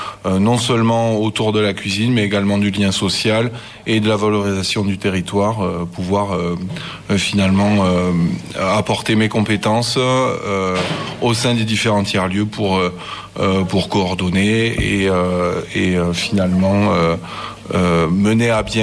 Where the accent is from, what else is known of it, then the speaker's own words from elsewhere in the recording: Saint-Affrique, Occitanie, France; je suis donc vraiment né au cœur du territoire, puisque je viens de la commune de Sainte-Afrique